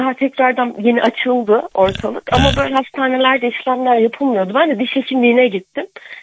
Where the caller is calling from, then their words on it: Ankara, Turkey; ben Ankara'dan.